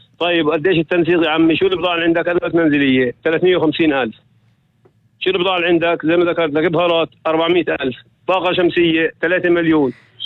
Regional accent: West Bank, Palestine; عندنا في الضفة الغربية

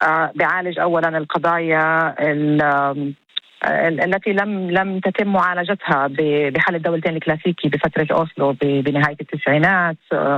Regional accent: Palestine; احنا وصلنا لوضع كمان كفلسطينيين، يعني انا موجود كثير اغلب الوقت برام الله ايضا في الضفة، كمان كفلسطينيين

